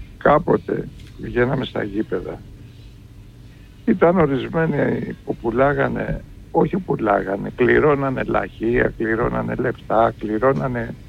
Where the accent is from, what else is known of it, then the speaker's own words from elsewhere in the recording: Nea Ionia, Greece; από τη Νέα Ιωνία και σε ευχαριστώ που είπατε και για την πόλη μου που έχω μεγαλώσει και γεννηθεί εκεί.